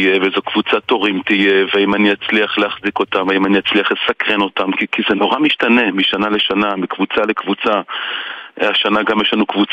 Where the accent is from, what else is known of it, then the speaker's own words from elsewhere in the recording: Central District, Israel; היום הוא כבר די גדול, אבל זה יישוב בשרון, הוא התחיל כיישוב קטן, היום הוא כבר לא מעט, אני חושב שהוא כבר באזור ה-8,000 9,000 תושבים, בזמנו הוא היה הרבה יותר קטן.